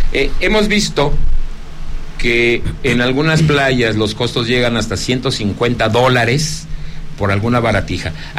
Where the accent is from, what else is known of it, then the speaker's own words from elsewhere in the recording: Zacatecas, Mexico; Bienvenido a mi tierra Zacatecas una vez más.